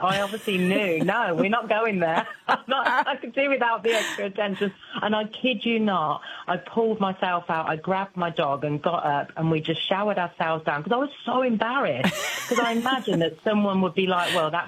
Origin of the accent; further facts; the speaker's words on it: Northampton, East Midlands, United Kingdom; She's only from the same place that I'm from, in England, Northampton.